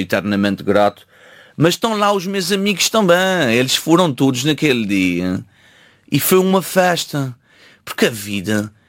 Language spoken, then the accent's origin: Portuguese; Azores, Portugal; O temor a Deus que existe muito na minha terra...